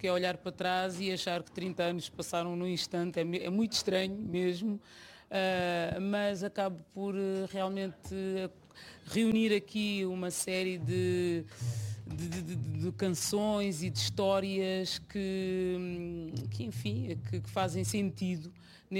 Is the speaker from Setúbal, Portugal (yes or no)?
no; Oeiras, Lisbon, Portugal; also born or lived in Algés; foi em Oeiras que eu cresci, nasci em Lisboa, ali na maternidade Alfredo da Costa